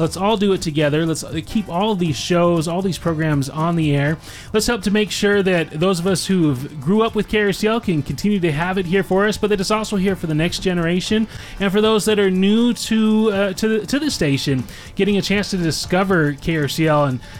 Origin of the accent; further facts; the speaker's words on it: Utah, United States; early 90s as a teenager growing up in Utah